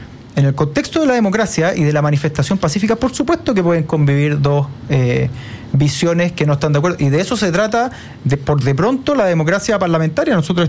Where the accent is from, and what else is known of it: Chile